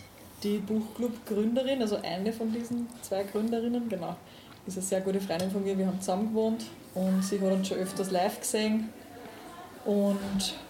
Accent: Upper Austria, Austria; moved away; Ursprünglich kommen wir tatsächlich alle aus dem Innviertel

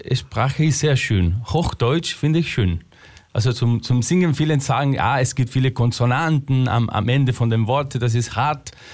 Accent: Rosario, Santa Fe, Argentina; German is a second language; moved away as an adult; now in Austria; Und dann habe ich eigentlich in Buenos Aires schon, also in der Hauptstadt von Argentinien und in meiner Heimatstadt Rosario, habe ich schon als Musical-Darsteller gearbeitet.

